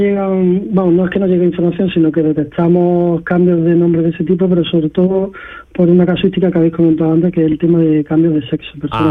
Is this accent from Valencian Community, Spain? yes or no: no; Granada, Andalusia, Spain; born there; Es un nombre típico en mi ciudad, de Granada. Yo soy nacido en Granada.